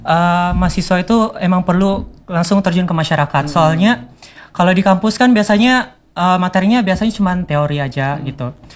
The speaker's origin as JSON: {"language": "Indonesian", "region": "Central Kalimantan", "country": "Indonesia", "said": "saya orang Bartim juga."}